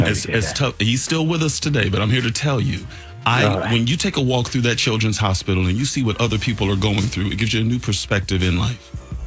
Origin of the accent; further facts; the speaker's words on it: Bakersfield, California, United States; moved away; back in my hometown of Bakersfield